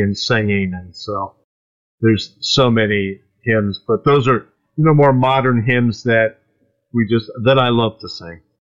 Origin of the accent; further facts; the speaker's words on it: Lakewood, Ohio, United States; I'm from Lakeland, Ohio, which is a suburb just west of Cleveland. I was raised in a very large family. I'm the oldest of eight kids.